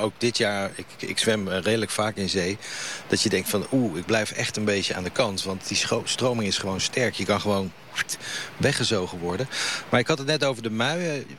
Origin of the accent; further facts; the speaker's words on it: The Hague, South Holland, Netherlands; want ik kom uit Scheveningen.